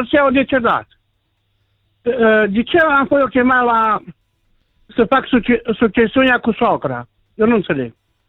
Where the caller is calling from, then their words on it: Aghireș, Sălaj County, Romania; Vă sunt din Sălaj, din Aghireș